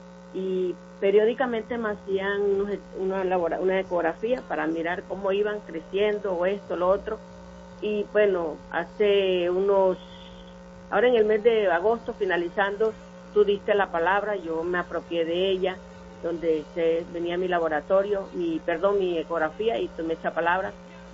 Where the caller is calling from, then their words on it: Santa Marta, Magdalena, Colombia; Santa Marta.